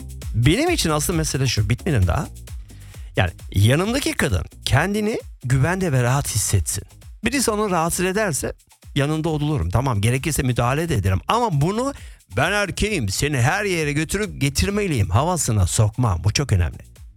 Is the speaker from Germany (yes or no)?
yes; Germany; ben Almanya'da yetiştim.